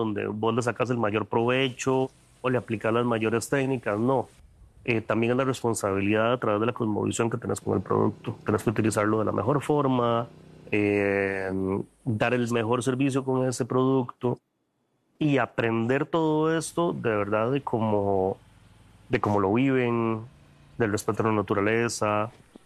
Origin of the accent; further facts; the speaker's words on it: Costa Rica; yo no tenía mapeado en mi cabeza ni como cocinero ni como costarricense que existían.